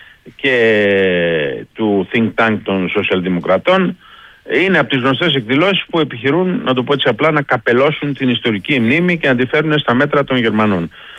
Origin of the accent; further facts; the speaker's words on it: Greece; είμαι Έλληνας.